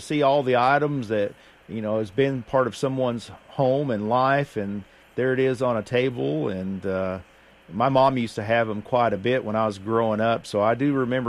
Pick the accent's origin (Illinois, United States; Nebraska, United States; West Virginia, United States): West Virginia, United States; I grew up over there in West Virginia